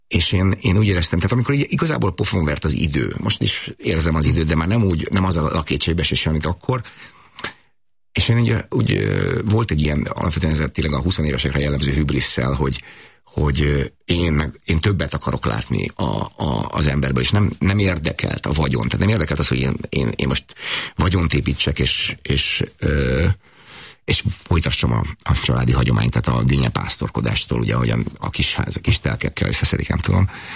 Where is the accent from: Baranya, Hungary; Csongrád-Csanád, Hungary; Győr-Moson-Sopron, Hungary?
Győr-Moson-Sopron, Hungary; Sopron; én egy magyar paraszti családból származom, Sopronban nőttem fel